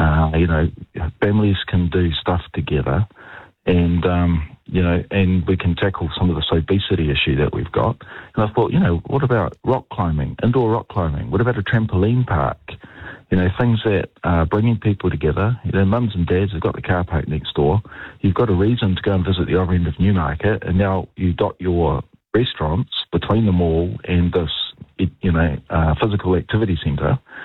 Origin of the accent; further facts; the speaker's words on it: Wainui, New Zealand; I grew up in Wainui